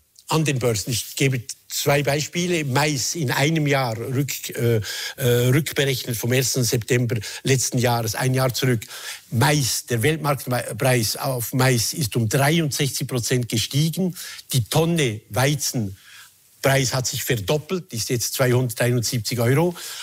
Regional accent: Switzerland; Ich bin in der Schweiz aufgewachsen.

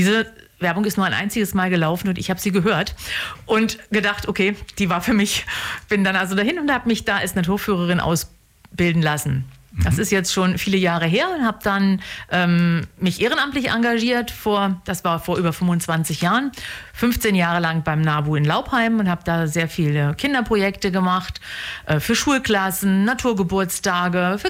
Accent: Hanover, Lower Saxony, Germany; moved away as an adult; now in Southern Germany; Sie hören vielleicht, ich komme nicht aus Süddeutschland. Ich komme aus Hannover ursprünglich und bin dann aber mit meinem Mann nach Süddeutschland gezogen

